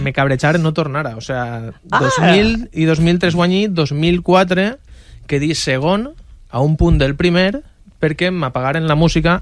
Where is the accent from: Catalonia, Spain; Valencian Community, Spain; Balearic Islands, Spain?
Valencian Community, Spain; Xinet; born or raised there; also born or lived in Frankfurt, Germany